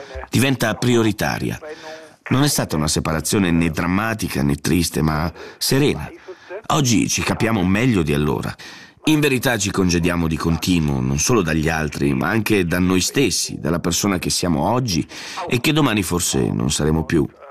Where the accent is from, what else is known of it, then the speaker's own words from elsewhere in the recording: Switzerland; no, no, sono svizzero, e a fare lo spelling del mio nome.